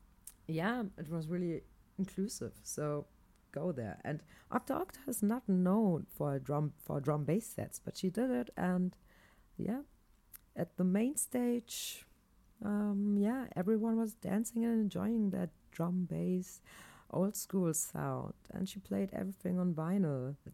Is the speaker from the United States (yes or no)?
no; Aachen, North Rhine-Westphalia, Germany; here in my hometown, Aachen.